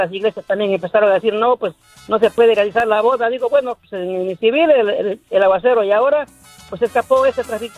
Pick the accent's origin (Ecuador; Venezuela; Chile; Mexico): Ecuador; En el eclesiástico, llegué a mi esposa a casarme, somos de Ecuador nosotros.